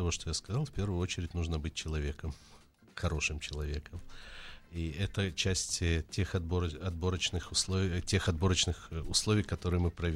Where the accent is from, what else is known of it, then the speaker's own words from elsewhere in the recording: Kyiv, Ukraine; moved away as an adult; now in Israel; Я из Украины, я приехал из города Киев